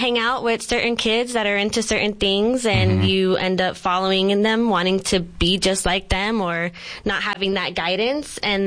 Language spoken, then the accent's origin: English; Bridgeport, Connecticut, United States; now in Yuma, United States; I am born here in Yuma and raised in Bridgeport, Connecticut.